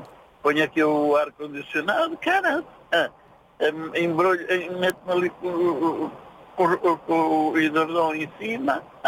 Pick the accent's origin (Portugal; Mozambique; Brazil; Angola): Mozambique; born there; also born or lived in Montepuez, Mozambique / Maputo, Mozambique; Sou moçambicano.